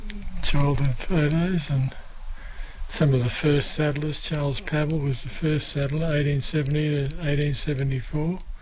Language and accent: English; Brisbane, Queensland, Australia; now in Tenterfield, Australia; Yeah, we're from Brisbane. We moved here about 10 years ago.